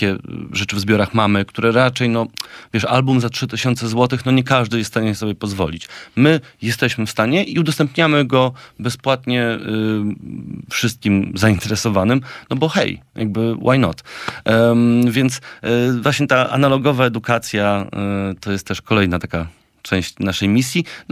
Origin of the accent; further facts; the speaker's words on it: Warsaw, Masovian Voivodeship, Poland; ja jestem z Czerniakowa